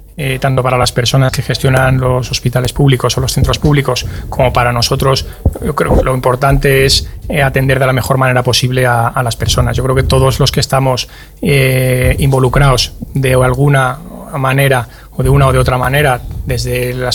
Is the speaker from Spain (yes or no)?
yes; Castile, Spain; Nosotros somos de Castilla, somos de aquí, la hemos vivido siempre, sabemos cómo es esta comunidad